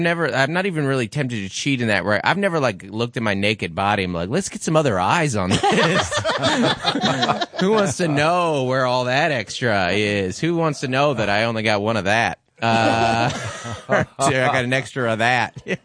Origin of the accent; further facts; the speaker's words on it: Seattle, Washington, United States; Growing up in Seattle, I was like 20 years old and married and just like a rainy, dark road.